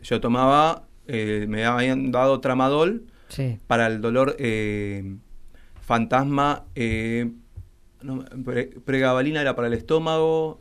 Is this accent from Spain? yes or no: no; Argentina; estamos remando, como todo argentino en este momento.